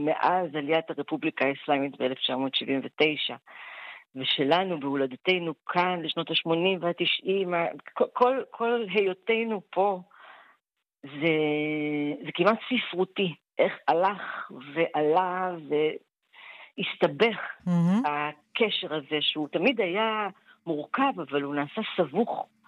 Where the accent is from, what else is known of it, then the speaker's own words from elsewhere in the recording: Kfar Saba, Central District, Israel; אני בתור נערה, ועוד קודם כילדה, בשבוע הספר בכפר סבא